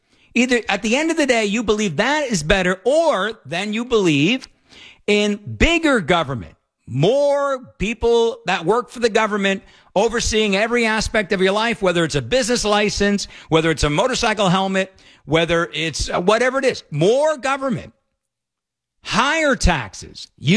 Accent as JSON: {"language": "English", "country": "United States"}